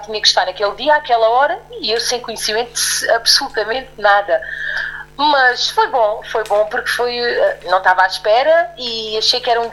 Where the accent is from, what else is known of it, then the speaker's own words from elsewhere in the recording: Évora, Alentejo, Portugal; sou natural de Évora e vivo